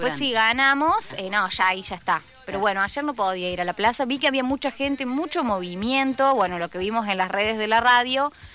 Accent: Argentina; seamos unidos como argentinos.

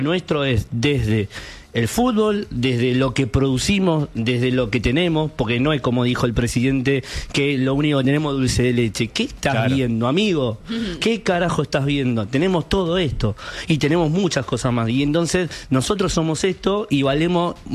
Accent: Argentina; somos argentinos

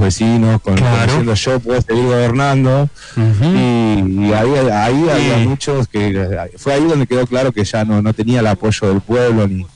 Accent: Argentina

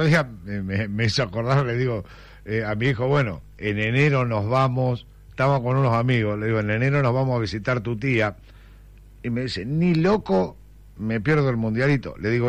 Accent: Tres Arroyos, Buenos Aires Province, Argentina; moved away; yo soy de los Pagos de Tres Arroyos.

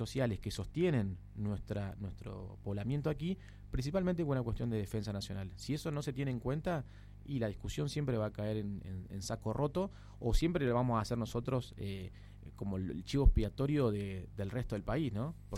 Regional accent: Argentina; todos tenemos que comprender y entender como argentinos cuál es la función que cumple la población de Tierra del Fuego.

